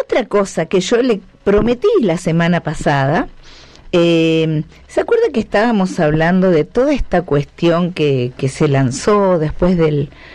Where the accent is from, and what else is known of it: Argentina